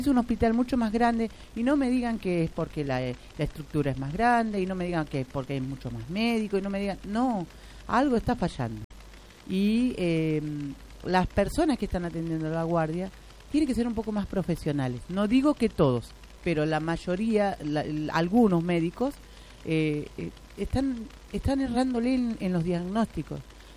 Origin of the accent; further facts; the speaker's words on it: Junín de los Andes, Neuquén, Argentina; como juninense que soy, nacida y criada acá en Junín de los Andes